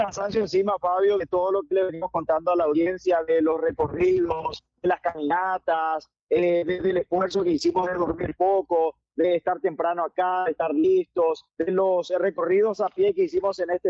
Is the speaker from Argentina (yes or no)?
no; Paraguay; somos paraguayos y porque estamos hoy orgullosos y siempre estamos orgullosos de ser paraguayos